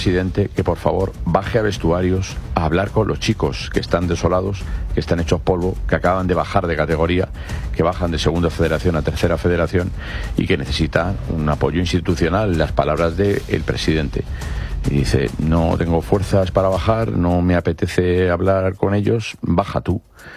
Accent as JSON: {"language": "Spanish", "town": "Madrid", "region": "Community of Madrid", "country": "Spain", "tie": "born or raised there", "said": "Yo soy de Vallecas, soy vallecano, y a mucha honra, desde que nací, me crié y salí del barrio. Ya no vivo allí, pero yo salí del barrio siendo un preadolescente, y yo tengo mucho cariño a Vallecas"}